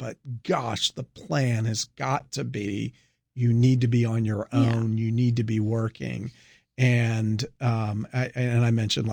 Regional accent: Scotland, United Kingdom; I'm not going to defend the French. I'm Scottish.

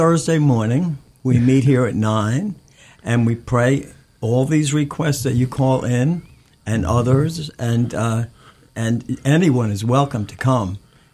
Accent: New York, United States; because I come from New York, and we don't have stations like this up there.

